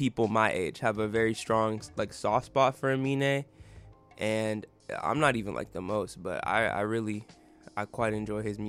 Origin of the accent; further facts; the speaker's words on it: Atlanta, Georgia, United States; And again, I'm from Atlanta, so I really, like, feel him.